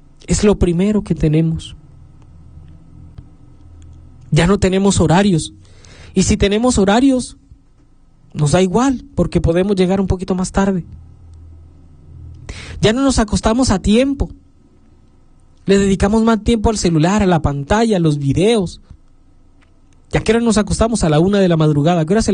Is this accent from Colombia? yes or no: yes; Colombia; Yo que soy de Colombia